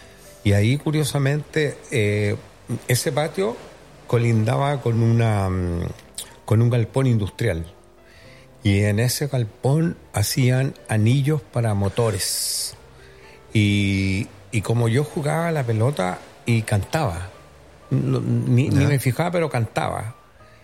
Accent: Santiago, Santiago Metropolitan Region, Chile; born there; Nací en Santiago de Chile. Nací en la maternidad del Hospital San Borja.

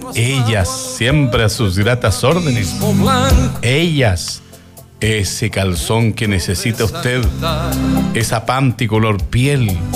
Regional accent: Chile; somos chilenos

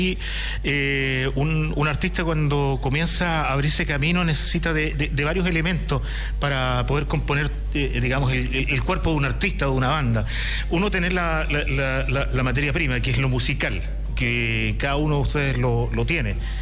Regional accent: Chile; Comenzamos a hablar como chilenos, creyendo que todo el mundo nos entiende

